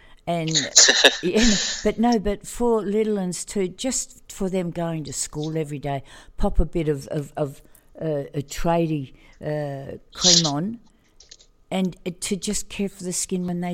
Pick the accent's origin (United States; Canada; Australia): Australia; We're Australian, so of course we're all outside.